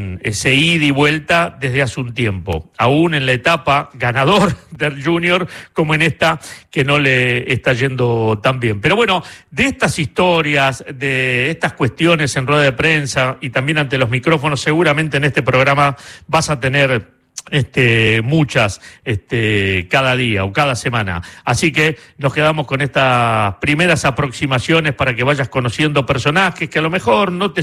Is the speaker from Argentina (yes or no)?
yes; Argentina; con una noticia que en la Argentina, y yo como argentino, sabíamos que estaba próxima a llegar